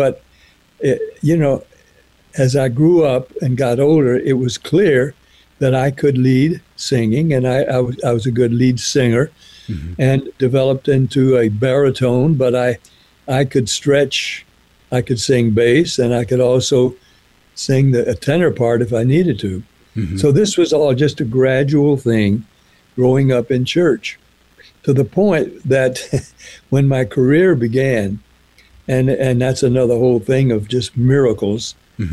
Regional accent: Nashville, Tennessee, United States; born or raised there; also born or lived in Jacksonville, Florida

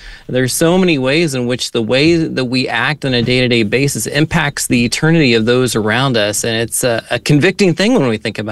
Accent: United States

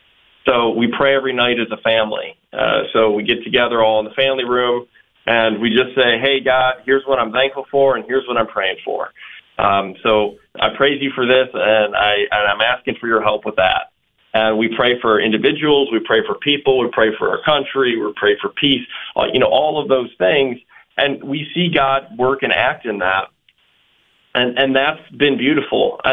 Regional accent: Ohio, United States; We're from Ohio.

